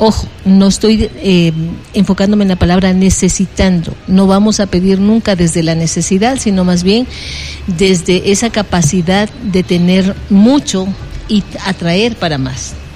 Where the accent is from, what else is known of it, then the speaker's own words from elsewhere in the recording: Ecuador; Y somos ecuatorianos.